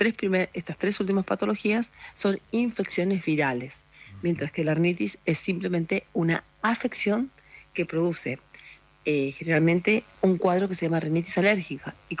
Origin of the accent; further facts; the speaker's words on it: Bellavista, Corrientes, Argentina; now in Buenos Aires, Argentina; Yo estoy, en realidad es ciudad, yo le digo pueblo, pero es ciudad. Yo estoy en Bellavista, Corrientes, ocasionalmente, pero Trabajo en Buenos Aires, obvio.